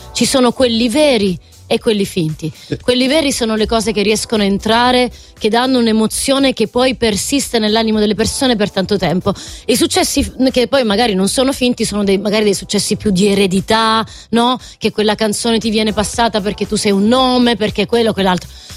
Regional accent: Southern Italy, Italy; io sono terrona

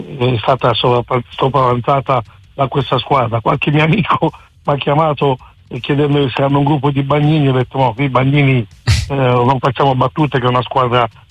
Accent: DR Congo; la Repubblica Democratica del Congo, dunque la squadra del mio paese

